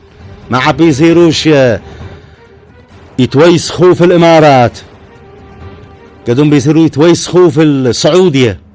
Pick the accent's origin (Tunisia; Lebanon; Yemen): Yemen; بلادنا اليمن